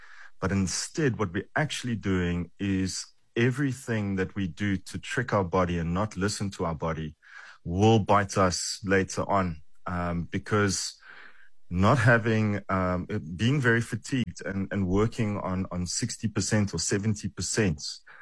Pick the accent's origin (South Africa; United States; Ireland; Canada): South Africa; I have the huge privilege of being a South African psychologist.